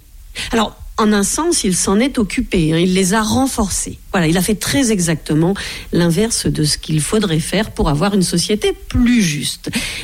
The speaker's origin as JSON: {"language": "French", "country": "France"}